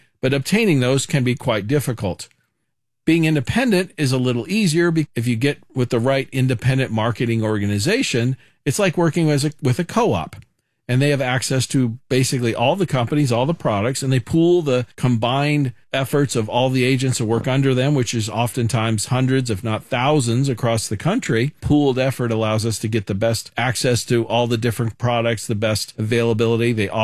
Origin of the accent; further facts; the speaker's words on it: Kansas City, Missouri, United States; I'm born and raised in Kansas City. But I'd never gone to a Monday night football game.